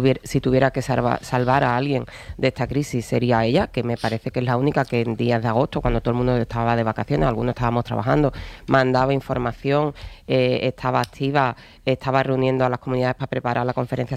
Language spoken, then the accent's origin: Spanish; Andalusia, Spain; Es que yo soy andaluza, yo me asomo a Tarifa, extiendo la mano y parece que Marruecos está es que Marruecos está al lado.